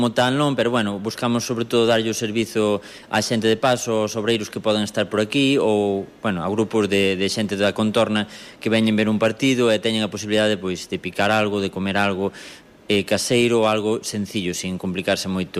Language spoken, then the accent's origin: Galician; San Cristóbal de Cea, Galicia, Spain; Non, eu son do concello veciño, son de San Cristóbal de Cea.